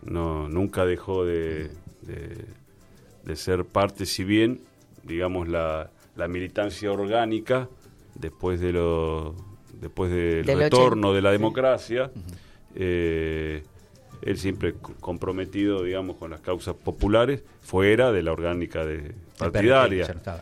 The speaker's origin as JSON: {"language": "Spanish", "region": "Buenos Aires", "country": "Argentina", "tie": "born or raised there", "also_born_or_lived": "Córdoba", "said": "Nos criamos acá, en el barrio, acá cerca. ¿En dónde? Acá en Boedo, San Cristóbal, Boedo."}